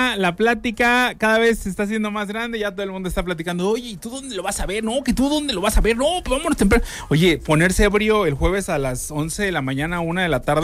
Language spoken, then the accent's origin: Spanish; Mexico